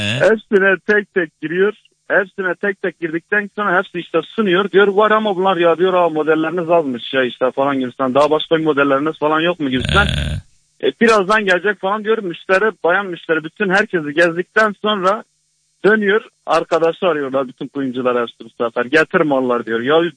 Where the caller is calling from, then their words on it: Şanlıurfa, Turkey; Şanlıurfalıyım.